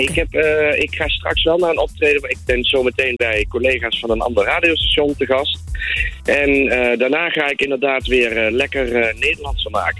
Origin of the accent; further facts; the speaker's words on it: Tiel, Gelderland, Netherlands; born there; now in Brabant, Netherlands; Ik woon nu in Brabant, maar ik blijf natuurlijk altijd. Dat kan niet anders. Want ja, weet je, op mijn geboorteakte staat het gewoon. Ik ben in Tiel geboren en dat is toch Gelderland.